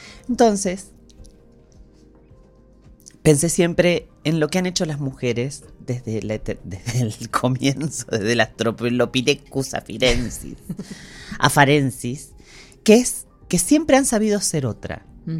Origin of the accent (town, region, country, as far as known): Argentina